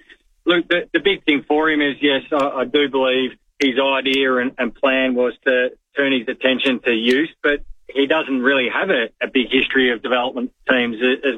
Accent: Geelong, Victoria, Australia; but growing up in Geelong in the 90s, it was hard not to get behind the Cats.

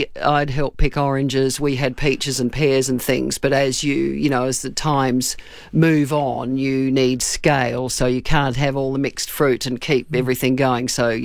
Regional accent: Waikerie, South Australia, Australia; I come from South Australia and proudly so. Went to school there.

